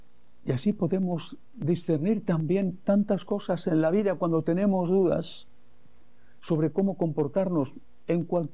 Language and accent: Spanish; Madrid, Community of Madrid, Spain; moved away; San Isidro Labrador, el santo patrono de mi ciudad natal, de Madrid, un día de fiesta para todos los madrileños, aunque, como es mi caso, estemos lejos.